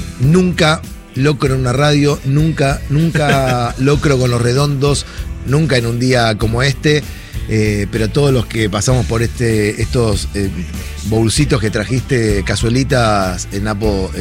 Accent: Argentina; Una mañana extraña para todos los que somos argentinos

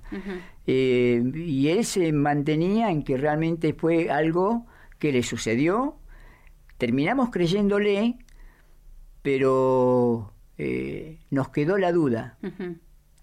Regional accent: Buenos Aires, Argentina; Yo vengo de Buenos Aires. Mi papá, mis padres eran paraguayos, ya no viven.

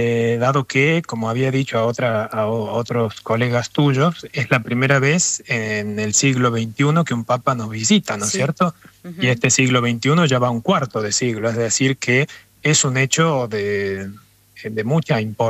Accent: Córdoba, Argentina; now in Italy; Soy cordobés, y no sé si se siente la tona.

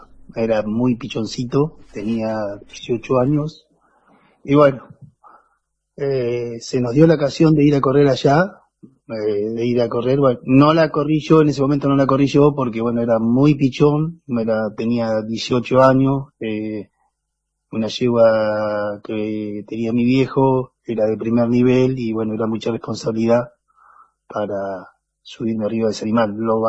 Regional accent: Catriló, La Pampa, Argentina; en mi pueblo natal, sí. Justo hoy es el aniversario del pueblo de Catiló, 129 aniversario

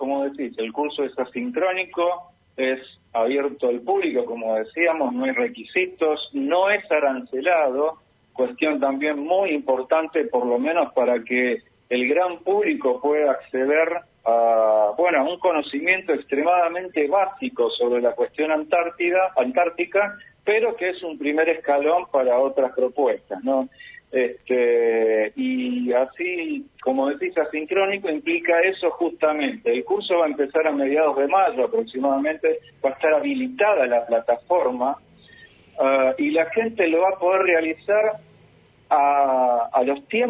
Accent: Patagonia, Argentina; como patagónicos y como argentinos, la iniciativa de Andrés realmente es muy, muy bienvenida

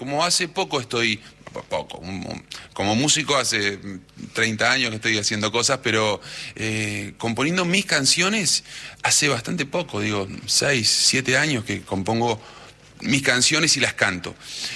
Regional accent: Cutral Có, Neuquén, Argentina; now in Buenos Aires, Argentina; soy de Cutralcó, Neuquén. Muy folclórico.

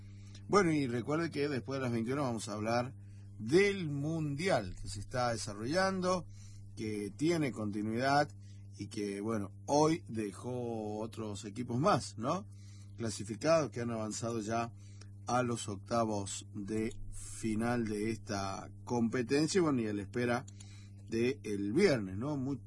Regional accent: Argentina; como somos los argentinos

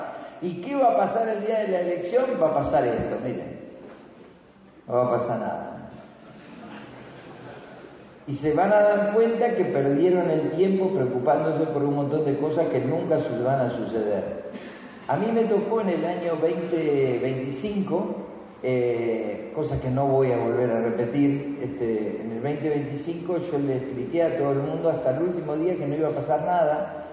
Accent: Argentina; como somos los argentinos

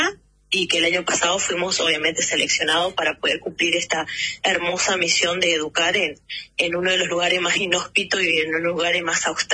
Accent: Formosa, Argentina; born there; now in Río Grande, Argentina; porque ambos nacimos en la provincia de Formosa.

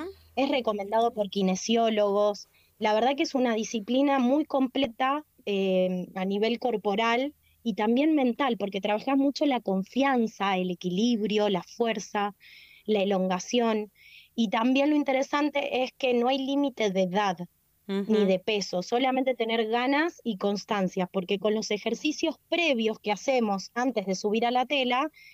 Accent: Buenos Aires, Argentina; moved away; tengo 35, yo me crié en Buenos Aires

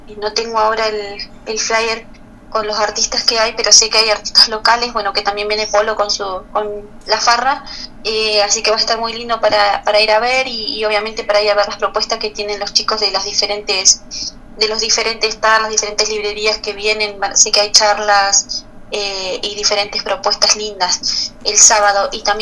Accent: Alto Río Senguer, Chubut, Argentina

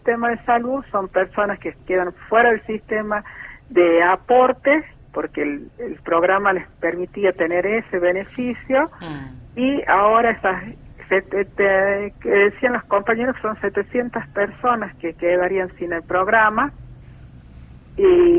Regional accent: La Rioja, Argentina; yo estoy preocupada como riojana

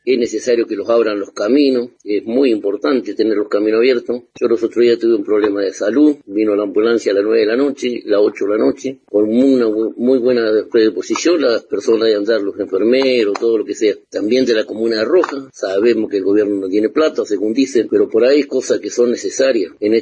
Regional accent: Argentina; Todos somos argentinos y todos tenemos el mismo derecho de poder que lo atiendan.

